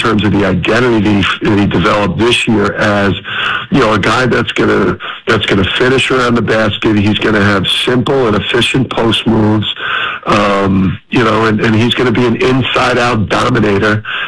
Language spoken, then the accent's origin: English; New Jersey, United States; I'm a hoops junkie, and I'm from Jersey.